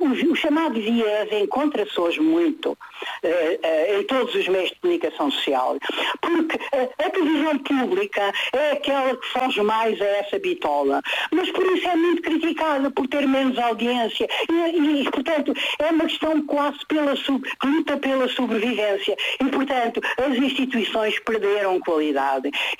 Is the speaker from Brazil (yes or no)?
no; Alentejo, Portugal; Eu sou alentejana, não é? E, portanto, no sítio onde eu nasci não havia universidades, nem sequer um liceu, havia colégios, não é? E depois eu tive que sair, não é, para poder fazer os diversos graus.